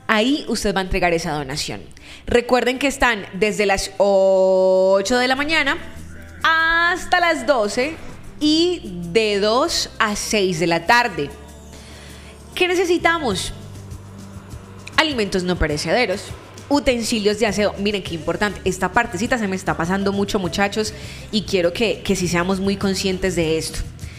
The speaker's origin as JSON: {"language": "Spanish", "country": "Colombia", "said": "Somos colombianos."}